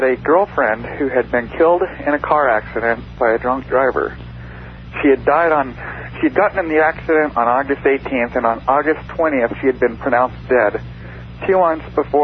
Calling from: Seattle, Washington, United States; I'm calling from Seattle, KVI.

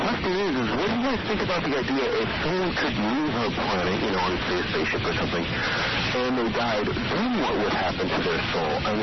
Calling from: Scottsdale, Arizona, United States; Scottsdale.

